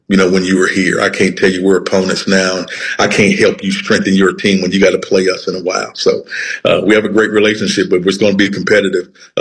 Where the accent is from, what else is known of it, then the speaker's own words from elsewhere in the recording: Charlotte, North Carolina, United States; I'm also a Charlottean. I'm from Charlotte, North Carolina. I went to middle school here. I went to high school with East Mecklenburg High School.